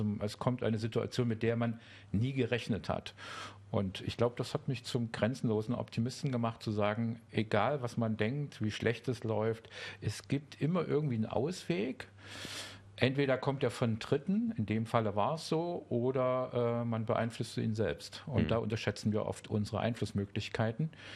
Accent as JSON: {"language": "German", "country": "Germany", "tie": "born or raised there", "lives_now": "Berlin, Germany", "said": "Ich bin in der DDR groß geworden"}